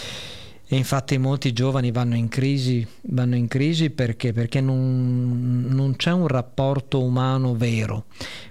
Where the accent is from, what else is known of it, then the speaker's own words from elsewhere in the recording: Veneto, Italy; io sono della provincia di Rovigo